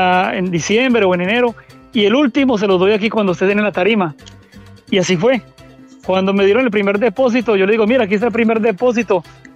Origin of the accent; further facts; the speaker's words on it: Colombia; moved away; ellos pensaban que era mentira, porque todos son cubanos y yo, ajá, soy el único colombiano.